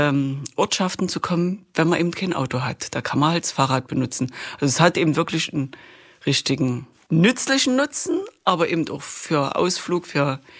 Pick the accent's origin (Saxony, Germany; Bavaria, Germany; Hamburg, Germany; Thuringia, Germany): Saxony, Germany; Chemnitz; ich bin Chemnitzer Künstlerin und auch die Vorsitzende vom Chemnitzer Künstlerbund.